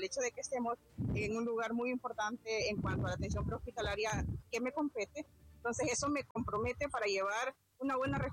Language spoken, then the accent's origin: Spanish; Honduras; nosotros como hondureños